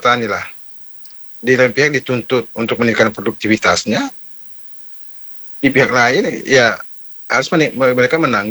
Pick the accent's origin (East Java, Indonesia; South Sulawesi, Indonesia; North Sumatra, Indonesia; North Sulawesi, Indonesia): South Sulawesi, Indonesia; Bone; born there; moved away